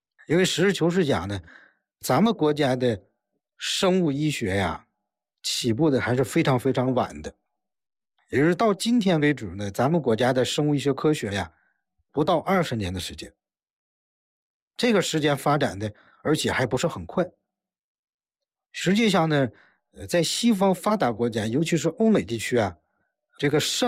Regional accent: China; 我们中国人

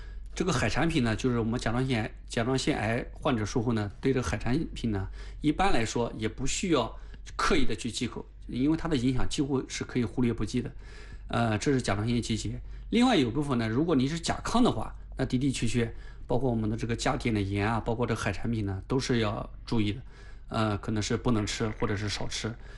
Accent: Anhui, China; 尤其是我们安徽人，像我们内地人，这个海产品摄入量本身就很少，

